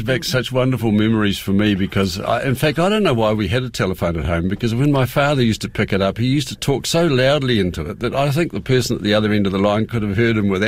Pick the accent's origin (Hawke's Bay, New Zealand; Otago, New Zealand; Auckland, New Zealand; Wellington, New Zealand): Otago, New Zealand; Roxburgh; when I was brought up in Roxburgh, I had the old man range. That was my environmental area.